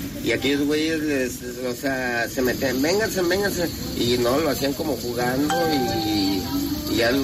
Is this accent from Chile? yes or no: no; Guadalajara, Jalisco, Mexico